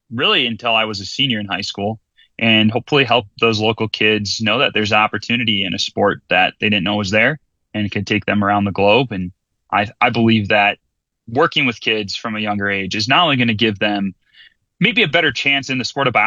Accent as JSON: {"language": "English", "town": "Kimberly", "region": "Wisconsin", "country": "United States", "tie": "born or raised there", "said": "I grew up in Kimberly, Wisconsin, graduated from Kimberly High School in 2010."}